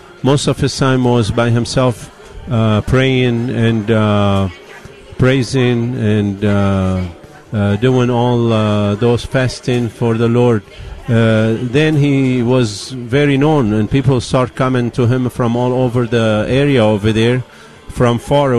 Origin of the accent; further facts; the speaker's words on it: Lebanon; moved away as an adult; now in Allen, Texas, United States; I was born in Lebanon, and I was 20 years old when I came over here.